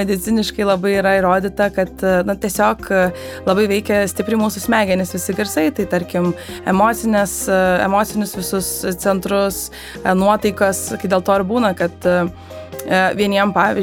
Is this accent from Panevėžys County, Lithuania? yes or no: yes; Krekenava, Panevėžys County, Lithuania; moved away as an adult; aš esu iš Krekenavos